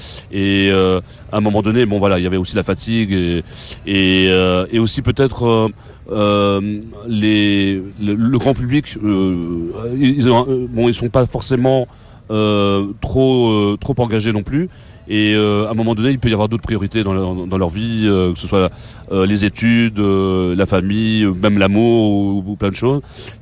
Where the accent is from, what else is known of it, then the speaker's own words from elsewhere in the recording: Brussels, Brussels-Capital Region, Belgium; nous, on est un collectif plutôt bruxellois, et comme on est des Bruxellois, on pense que c'est important de faire pression sur les institutions qui sont à côté de chez nous.